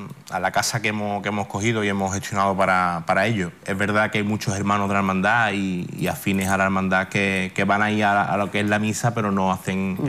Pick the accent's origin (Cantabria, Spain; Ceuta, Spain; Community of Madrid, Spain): Ceuta, Spain; somos todos los ceutíes